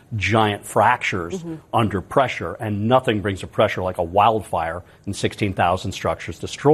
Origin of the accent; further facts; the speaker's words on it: Florida, United States; I know I'm from Florida, and I know.